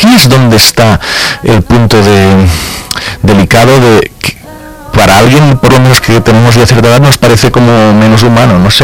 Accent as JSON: {"language": "Spanish", "region": "Catalonia", "country": "Spain", "said": "Pues algunas cosas, mira que soy del Delta del Ebre, hay mosquitos sí."}